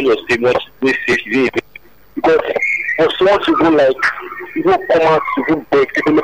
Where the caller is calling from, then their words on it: Ibadan, Oyo, Nigeria; calling from Ibadan.